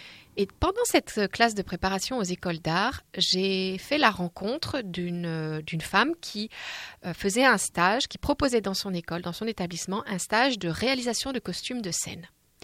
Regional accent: Paris, Île-de-France, France; born there; Ouais, moi je suis née à Paris.

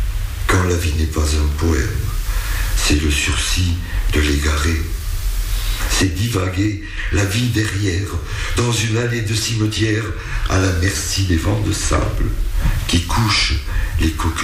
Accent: Occitanie, France; Parce que, bon, déjà, je suis occitan à la base. Je crois qu'on est dans le même creuset quelque part, c'est la Méditerranée.

